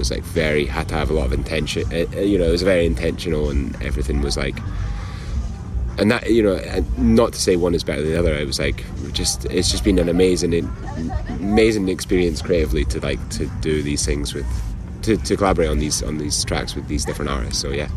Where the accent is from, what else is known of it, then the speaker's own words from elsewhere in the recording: Scotland, United Kingdom; obviously we're both Scottish